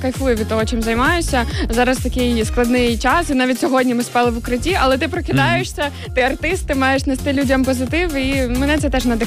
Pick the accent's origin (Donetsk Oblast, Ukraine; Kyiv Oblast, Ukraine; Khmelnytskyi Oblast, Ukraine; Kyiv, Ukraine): Khmelnytskyi Oblast, Ukraine; Kamianets-Podilskyi; moved away; Я родом з Кам'янця-Подільського, у мене там живуть батьки